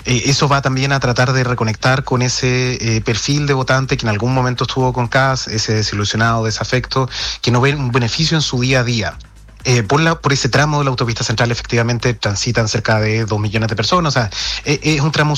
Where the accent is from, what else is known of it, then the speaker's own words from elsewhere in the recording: Chile; nosotros como chilenos